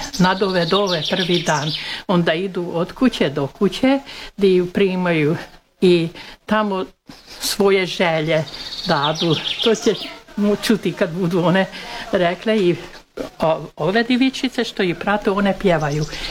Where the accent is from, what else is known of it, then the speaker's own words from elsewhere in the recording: Szalánta, Baranya, Hungary; A ja sam iz Salante.